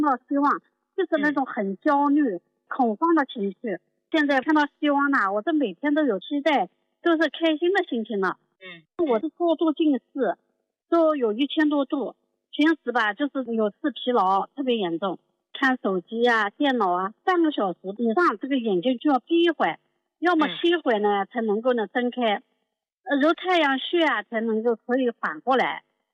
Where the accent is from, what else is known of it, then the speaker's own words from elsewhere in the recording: Jiangsu, China; 哎，我是江苏的。